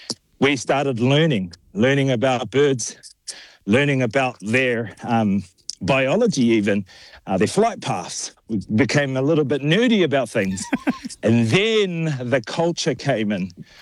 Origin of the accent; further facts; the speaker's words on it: Auckland, New Zealand; Growing up in Auckland City, you're more susceptible to the city life and the hustle and bustle, the dark alleyways, the streets. And that was our upbringing.